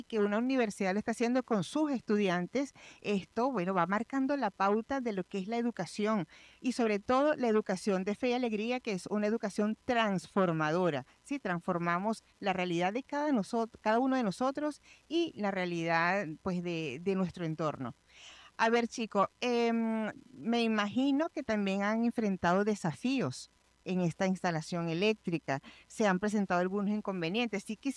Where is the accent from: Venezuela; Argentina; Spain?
Venezuela; nosotros como sociedad venezolana